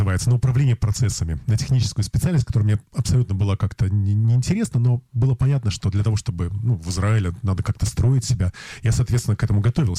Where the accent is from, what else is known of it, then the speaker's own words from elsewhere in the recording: Minsk, Belarus; also born or lived in Babruysk; Бобруйск меня, собственно, отвезли, чтобы родить. Так как родители моих родителей жили там. Вот первый год я провел в Бобруйске, но дальше все мое детство прошло в Минске.